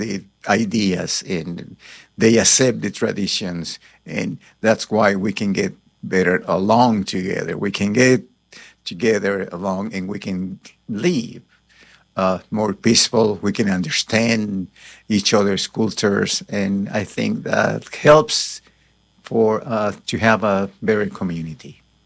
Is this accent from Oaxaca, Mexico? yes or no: yes; Oaxaca, Mexico; moved away as an adult; also born or lived in Mexico City / Canada; now in Lexington, United States; Right here in Lexington, Kentucky, I've been here around 41 years. I come from Mexico, specifically Oaxaca. I studied in Oaxaca until high school, and then I went to Mexico City to study music at the National Conservatory of Music.